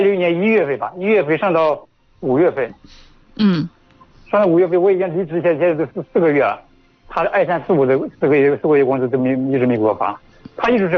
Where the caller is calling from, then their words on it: Wanrong, Shanxi, China; 我是家里万荣的。